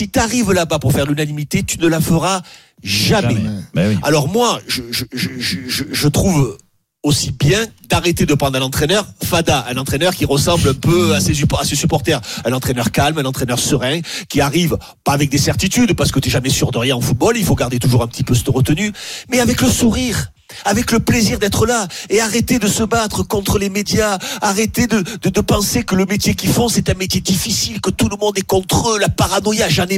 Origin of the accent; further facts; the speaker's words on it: Italy; Non, vous êtes dur avec moi parce que je suis italien.